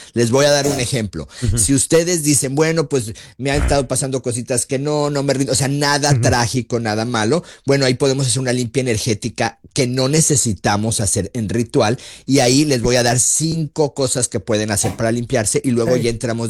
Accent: Guadalajara, Jalisco, Mexico; soy tapatío, soy chiva de corazón. Yo ya soy de Guadalajara, Jalisco

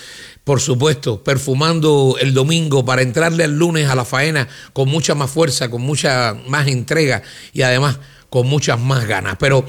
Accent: Cuba; quiero hablarles como un cubano.

